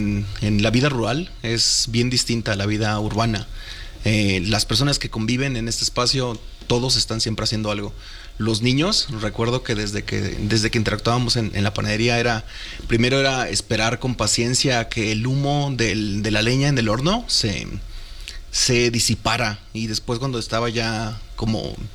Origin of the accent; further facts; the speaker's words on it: Ayutla de los Libres, Guerrero, Mexico; Soy del estado de Guerrero.